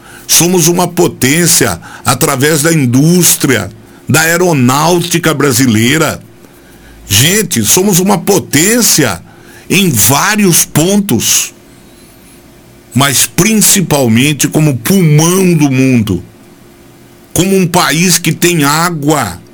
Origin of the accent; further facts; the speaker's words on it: Brazil; Eu, como brasileiro, fico orgulhoso disso.